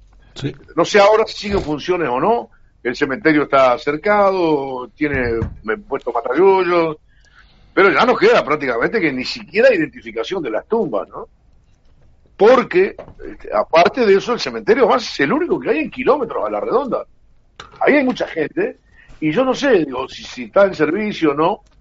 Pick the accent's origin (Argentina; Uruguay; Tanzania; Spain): Uruguay; nosotros los uruguayos somos criticones, y ojo, que no tenemos medidas, porque, y me incluyo, yo soy uruguayo como todos